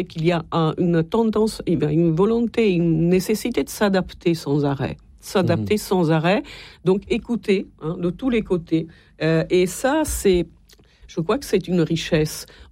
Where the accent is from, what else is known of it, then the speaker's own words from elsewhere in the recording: Italy; moved away; moi, je suis italienne, je ne viens pas d'un pays.